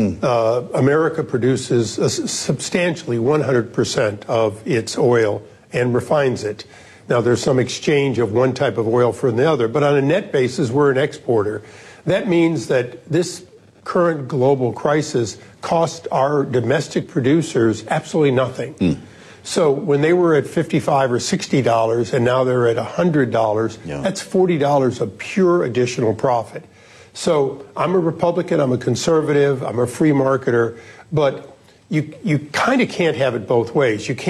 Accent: California, United States; I'm a Californian

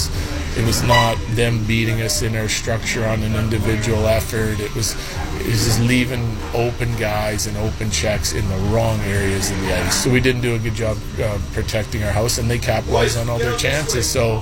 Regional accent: Saskatchewan, Canada; moved away; We're both from Saskatchewan

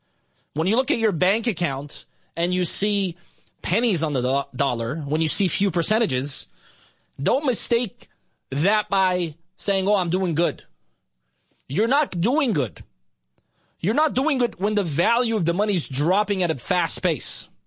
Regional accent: Beirut, Beirut Governorate, Lebanon; When I was a kid growing up in Lebanon, Beirut, we were going through a civil war.

